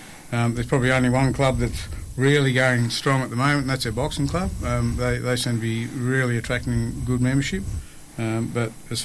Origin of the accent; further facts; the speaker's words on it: George Town, Tasmania, Australia; I was one of the kids that grew up in Georgetown